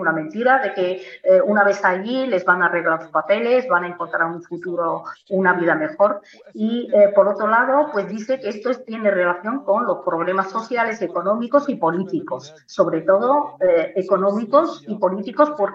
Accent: Morocco; Spanish is a second language; O sea, nosotros como pueblo marroquí no sabemos nada

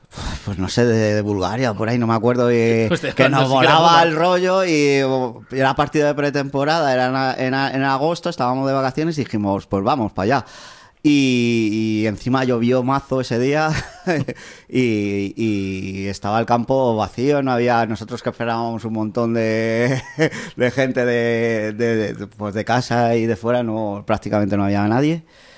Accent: Madrid, Community of Madrid, Spain; que mira que venimos aquí de Madrid

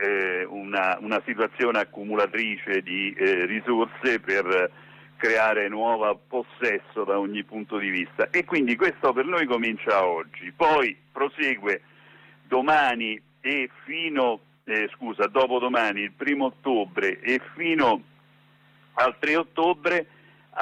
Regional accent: Rome, Lazio, Italy; non essere possessivi in quanto romani

